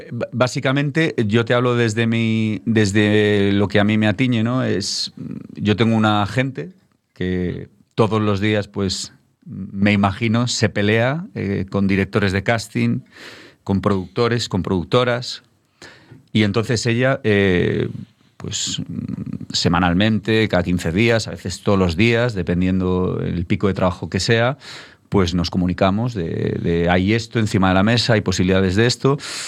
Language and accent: Spanish; Chantada, Galicia, Spain; also born or lived in Lucerne, Switzerland; yo siempre digo que soy de Chantada, pero de nacimiento de Lucerna.